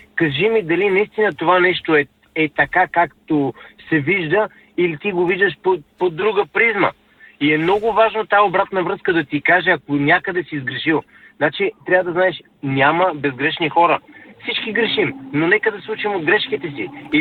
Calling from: London, United Kingdom; съм от Лондон.

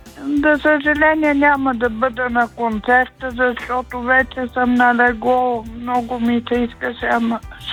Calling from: Sofia, Sofia City, Bulgaria; от София съм отново.

